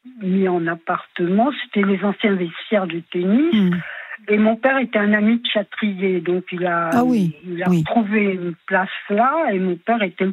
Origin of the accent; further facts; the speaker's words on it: Switzerland; accent: Swiss; si je prends un dé de vin ou n'importe quoi, je parle avec l'accent suisse.